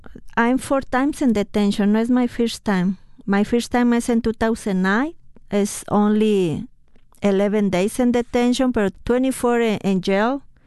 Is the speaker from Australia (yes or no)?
no; Mexico City, Mexico; English is a second language; now in United States; I'm from Mexico City. My husband worked in the public transport, similar here, RTD.